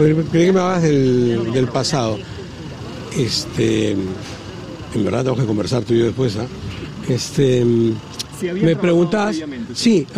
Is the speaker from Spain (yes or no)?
no; Peru; mi primer encargo es tratar de buscar aquellas grandes líneas que nos definen a todos como peruanos.